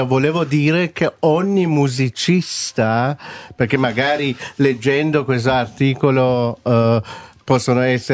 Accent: Iran; moved away; also born or lived in Milan; io stesso che faccio questo mestiere da iraniano

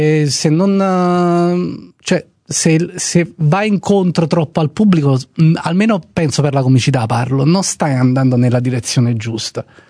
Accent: Southern Italy, Italy

